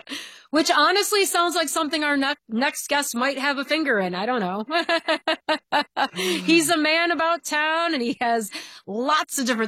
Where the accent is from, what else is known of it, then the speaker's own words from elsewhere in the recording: Wyandotte, Michigan, United States; It reminds me so much of my hometown of Wyandotte.